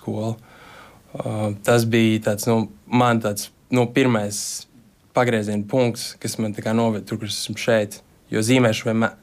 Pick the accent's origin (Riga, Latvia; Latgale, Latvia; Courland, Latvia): Riga, Latvia; moved away as an adult; now in Zurich, Switzerland; man Latvija, mans mājas, tas ir no kurienes es nāku, un es vienmēr šiem braucu atpakaļ, mēs abi ar sievas no šeienes, no Rīgas.